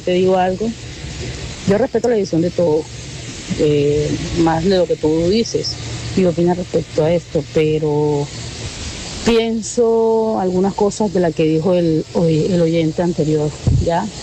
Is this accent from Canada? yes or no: yes; Canada